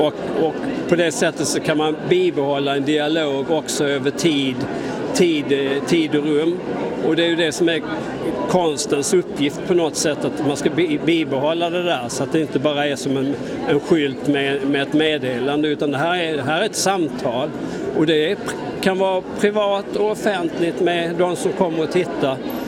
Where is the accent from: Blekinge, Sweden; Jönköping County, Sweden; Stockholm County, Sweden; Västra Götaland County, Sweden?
Blekinge, Sweden; Karlskrona; jag är själv från Karlskrona, som är en väldigt vacker stad.